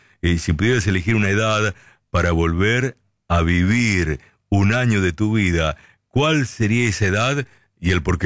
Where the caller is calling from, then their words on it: Río Gallegos, Santa Cruz, Argentina; de Formosa, mirá, de Río Gallegos, Santa Cruz, viajamos a Formosa.